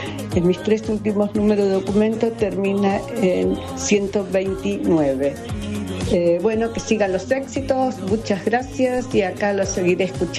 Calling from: Buenos Aires, Argentina; de Caballito

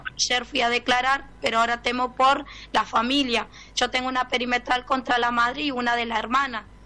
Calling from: Presidencia Roque Sáenz Peña, Chaco, Argentina; Soy de Presidencia Roque Sáenz Peña, Chaco

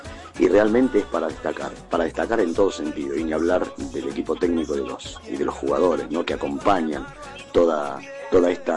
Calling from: Pergamino, Buenos Aires Province, Argentina; soy de Pergamino.

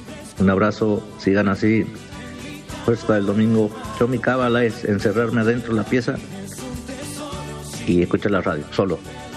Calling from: La Reja, Buenos Aires Province, Argentina; de La Reja.

